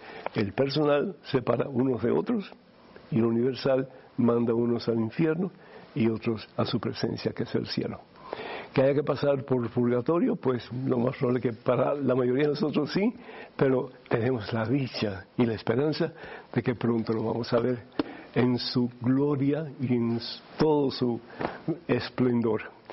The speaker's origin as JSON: {"language": "Spanish", "country": "Cuba", "said": "Yo soy de Cuba originalmente."}